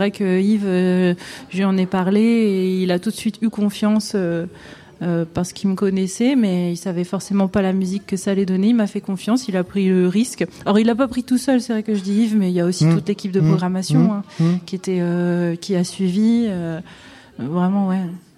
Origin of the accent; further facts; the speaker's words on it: Caen, Normandy, France; je suis de Caen